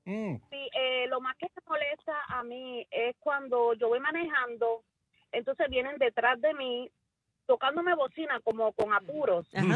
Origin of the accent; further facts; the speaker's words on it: Puerto Rico; Sí, yo soy boricua.